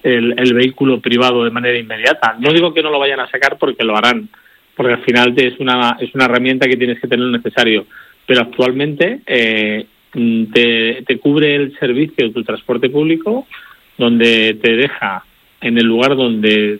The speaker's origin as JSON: {"language": "Spanish", "town": "Arganda del Rey", "region": "Community of Madrid", "country": "Spain", "said": "Claro, yo soy del municipio de Madrid, de Arganda del Rey."}